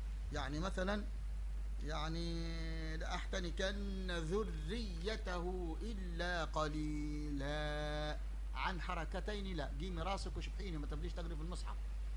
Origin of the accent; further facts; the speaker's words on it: Libya; عندنا في الجنوب في الصحراء، حتى هنا في الصحراء في جنوب طرابلس الغرب